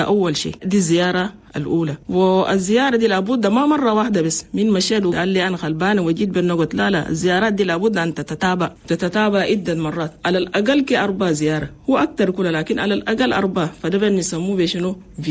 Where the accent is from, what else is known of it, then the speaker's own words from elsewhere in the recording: Chad; لأننا نحن عندنا في تشاد نسبة موت عن الأمهات اللي بموت في ولودة كتير مرة واحد